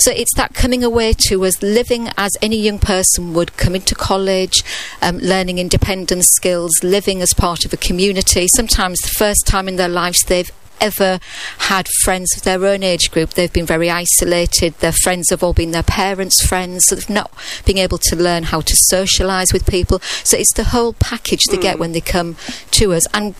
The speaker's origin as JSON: {"language": "English", "town": "Hull", "region": "Yorkshire and the Humber", "country": "United Kingdom", "tie": "born or raised there", "said": "I grew up in Hull."}